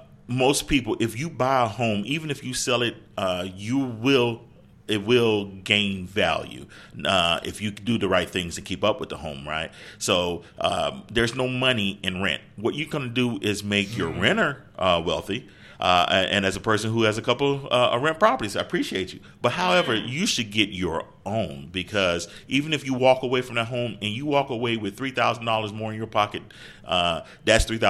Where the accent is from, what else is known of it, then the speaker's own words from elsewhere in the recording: Pine Bluff, Arkansas, United States; I'm from Pine Bluff.